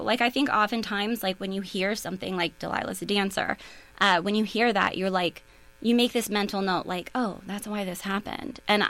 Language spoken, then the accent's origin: English; Nisita, Wisconsin, United States; It's definitely based on my hometown, or I would say loosely based on my hometown, which is Nisita, Wisconsin, where I grew up, which has quite a bit of its own lore.